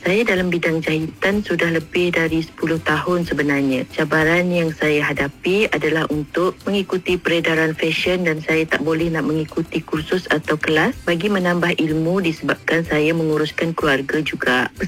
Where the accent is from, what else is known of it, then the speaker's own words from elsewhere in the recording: Kelantan, Malaysia; seorang usahawan dalam bidang jahitan. Saya berasal dari Kampung Lambuk RPS Kuala Betis, dari suku kaum Semai yang menetap di Kelantan.